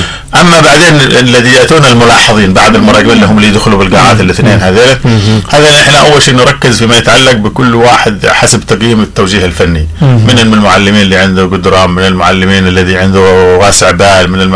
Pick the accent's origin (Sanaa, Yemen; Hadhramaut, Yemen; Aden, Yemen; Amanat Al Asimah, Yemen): Hadhramaut, Yemen; نحن عندنا في حضرموت